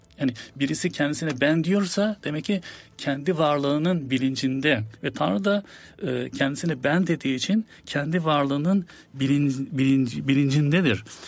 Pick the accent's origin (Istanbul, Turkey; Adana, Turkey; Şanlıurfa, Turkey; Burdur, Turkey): Istanbul, Turkey; Ben İstanbul doğumluyum. İstanbul'da doğup büyüdüm. Hayatımın çoğu yıllarını İstanbul'da geçirdim.